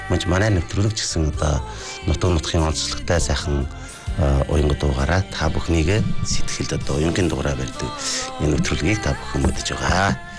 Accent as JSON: {"language": "Mongolian", "area": "Hulunbuir", "region": "Inner Mongolia", "country": "China"}